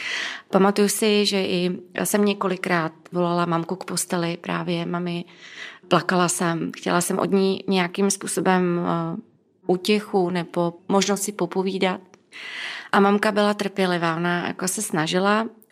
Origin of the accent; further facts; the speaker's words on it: Duchcov, Ústí nad Labem Region, Czechia; protože jeden z nich je konkrétní kaplička blízko města, kde bydlím, já jsem z Duchcova